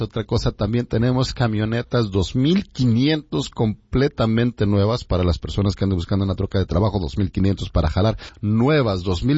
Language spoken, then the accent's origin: Spanish; Tenancingo, State of Mexico, Mexico; moved away; mi pueblo querido, San Miguel Tecomatlán, en Tenancingo, Estado de México. Un pueblo hermoso, hermoso, lleno de muchas tradiciones